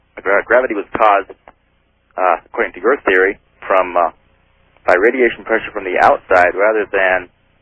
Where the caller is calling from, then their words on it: Laramie, Wyoming, United States; from Laramie, Wyoming.